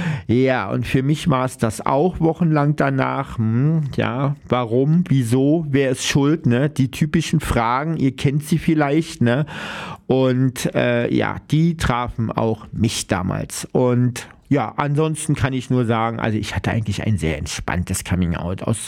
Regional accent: Berlin, Germany; da lebe ich jetzt hier in Ost-Berlin, ich bin ja Ossi

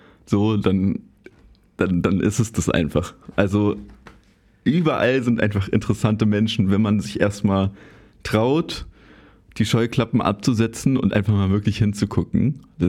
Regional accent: Berlin, Germany; also ich bin ja da so im Tiergarten aufgewachsen

